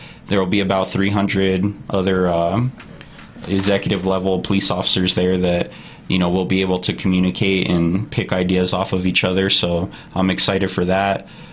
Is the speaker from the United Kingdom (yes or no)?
no; Las Cruces, New Mexico, United States; moved away as an adult; now in Farmington, United States; You know, I am from Dona Ana County, which is the Las Cruces area, pretty much born and raised there. And, you know, moving from there to here, the outdoor activities here is just great.